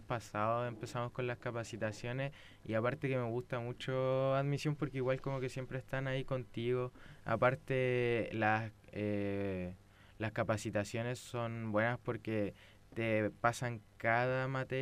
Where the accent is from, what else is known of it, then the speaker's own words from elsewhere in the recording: Ñuble, Chile; yo vengo del sur, vengo de la región de Ñuble.